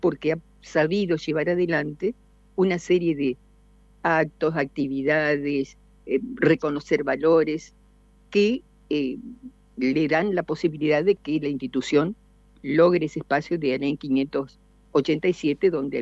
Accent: Entre Ríos, Argentina; como buen argentino, como buen entrerriano

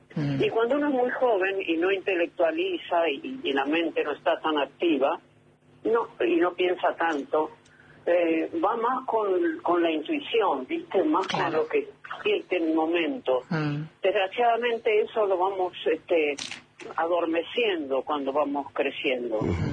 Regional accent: Buenos Aires, Argentina; also born or lived in Mar del Plata; No, muy temprano, me fui muy temprano, así que soy porteña, digamos.

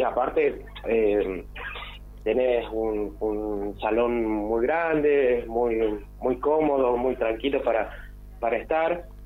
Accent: Catamarca, Argentina; Bueno, yo soy nacido y criado en Catamarca, sí. Yo soy del norte.

